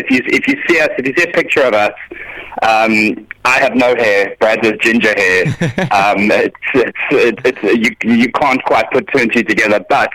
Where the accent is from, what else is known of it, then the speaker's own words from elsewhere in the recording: Somerset West, Western Cape, South Africa; and funny enough, I grew up in Somerset West.